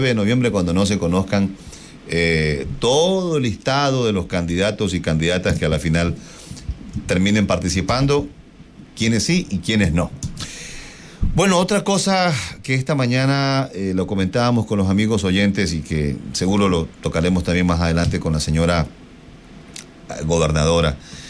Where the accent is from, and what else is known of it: Ecuador